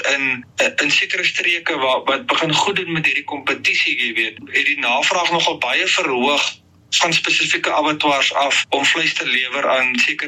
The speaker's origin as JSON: {"language": "Afrikaans", "town": "Carnarvon", "region": "Northern Cape", "country": "South Africa", "said": "so ek is hier van Carnarvon, so ons boer hier in die Carnarvon district."}